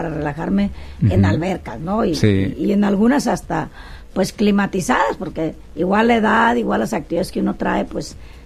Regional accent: Sinaloa, Mexico; yo nací en Sinaloa municipio, en Caliente se va, pero me llevaron muy pequeña, de 2 años, al Batamote, y es ahí donde yo jugaba.

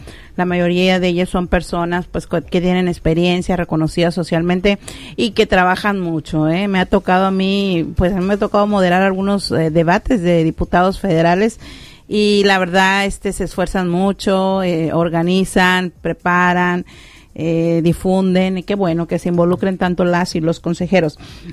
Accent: Mexico

